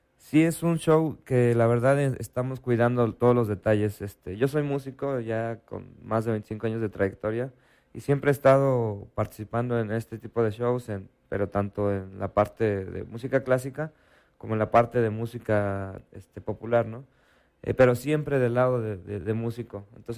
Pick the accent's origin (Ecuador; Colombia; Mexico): Mexico; Puebla; moved away as an adult; now in Comarca Lagunera, Mexico; yo soy de Puebla. Uh-huh. Llegué aquí hace 2 años, soy integrante de la Camerata y por eso fue que me vine para acá